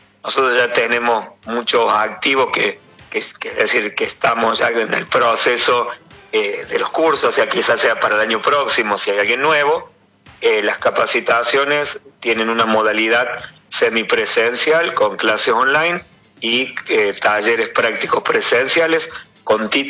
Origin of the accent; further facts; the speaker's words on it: Argentina; nosotros como argentinos